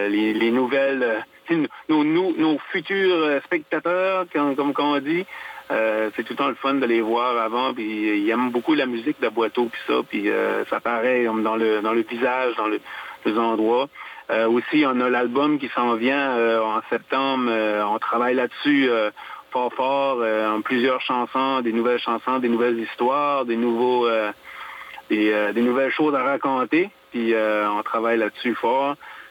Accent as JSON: {"language": "French", "region": "Acadia", "country": "Canada"}